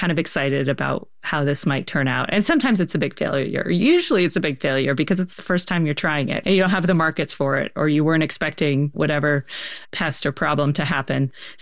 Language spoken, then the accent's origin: English; Baltimore, Maryland, United States; You know, I'm from Baltimore